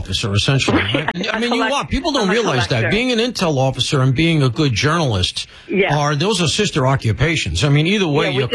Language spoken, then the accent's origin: English; Queens, New York, United States; Where I grew up in Queens, a lot of my childhood, we had everything under the sun